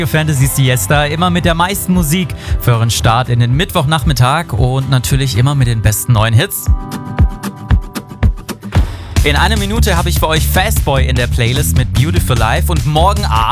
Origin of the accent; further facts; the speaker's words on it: Swabia, Germany; weil ich bin Schwabe